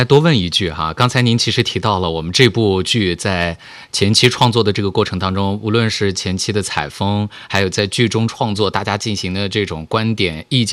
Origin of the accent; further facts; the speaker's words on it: Xinjiang, China; 我们新疆人